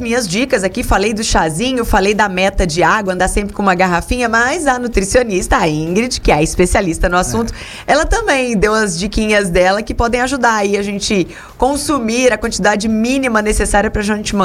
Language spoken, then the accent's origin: Portuguese; Minas Gerais, Brazil; now in Brasília, Brazil; Sou de uma região de Minas, onde na época do inverno chove bastante.